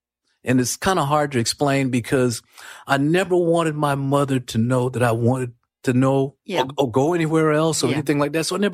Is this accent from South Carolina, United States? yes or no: yes; South Carolina, United States; now in Little Rock, United States; In my home state, South Carolina, around family and everything.